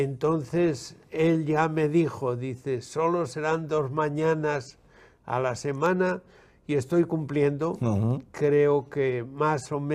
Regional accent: Castile and León, Spain; born there; moved away as an adult; also born or lived in Peru; now in León, Spain; yo nací en León. Cerca de Sahagún de Campos, en la zona que podíamos llamar Castilla, y recién, nada más ordenarme sacerdote, me fui a Perú. He estado en Perú 50 años

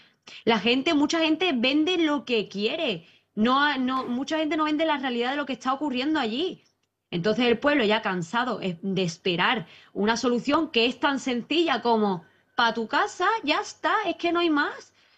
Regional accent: Ceuta, Spain; y que somos españoles.

